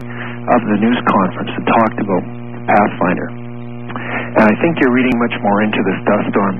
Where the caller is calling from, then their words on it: Coquitlam, British Columbia, Canada; I'm calling from Coquitlam, British Columbia.